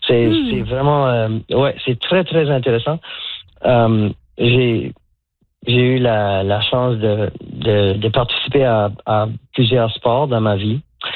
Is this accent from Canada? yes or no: yes; Moncton, New Brunswick, Canada; Je suis originaire de Moncton, puis j'ai travaillé presque exclusivement en anglais depuis que je suis en Nouvelle-Écosse. Ça fait presque 40 ans.